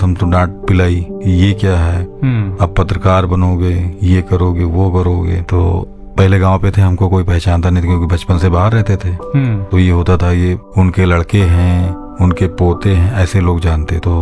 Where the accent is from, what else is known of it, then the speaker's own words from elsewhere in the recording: Varanasi, Uttar Pradesh, India; मैं ये बताया कि मैं बनारस से आया हूँ